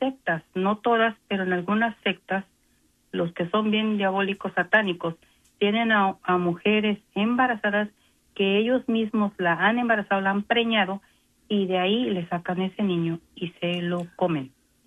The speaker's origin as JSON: {"language": "Spanish", "country": "Mexico", "said": "Y los mexicanos, yo soy mexicana, de ahí viene."}